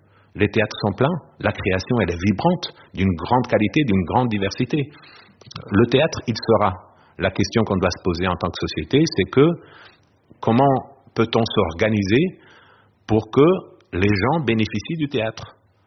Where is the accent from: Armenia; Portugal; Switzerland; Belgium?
Portugal; now in France; en tant que Portugais